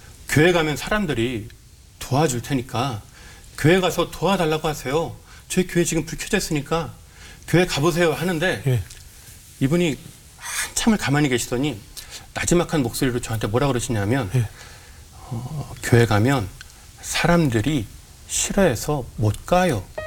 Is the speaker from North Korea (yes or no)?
no; Chuncheon, Gangwon, South Korea; 제가 고향이 강원도 춘천인데